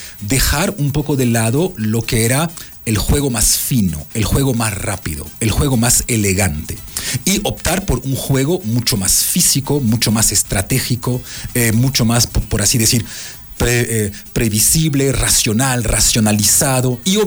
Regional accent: France; Spanish is a second language; now in Ecuador; yo nunca me siento más francés en Ecuador que durante esas semanas. Es decir, que de repente resurge mi identidad.

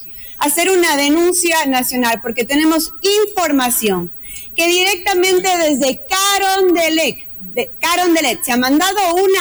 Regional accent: Ecuador; Nosotros como ecuatorianos

